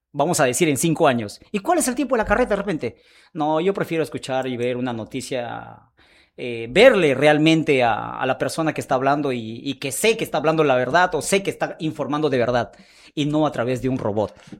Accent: Peru; los peruanos siempre hemos sido capos también grabando

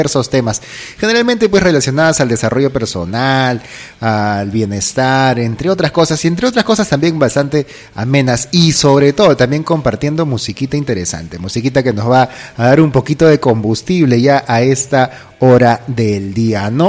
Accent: Lima, Peru; now in Lamas, Peru; yo soy de Lima y ahí ya el frío es húmedo, el frío te cala hasta los huesos, y mi familia es de la sierra

